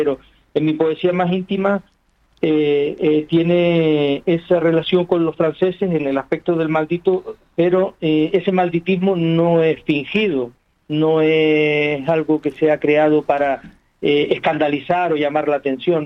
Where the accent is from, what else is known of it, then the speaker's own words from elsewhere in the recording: Canary Islands, Spain; el haber nacido en estas montañas sagradas de Gran Canaria, ser el último habitante nacido dentro de mi pueblo, parido por mujer, que eso es mérito de mi madre, obviamente, en esta tierra, pues, que es un calillo